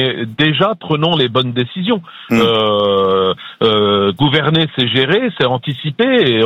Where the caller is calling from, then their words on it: Nancy, Grand Est, France; Moi, j'habite à Nancy, on n'est pas loin des belles frontières de l'Allemagne et de du Luxembourg.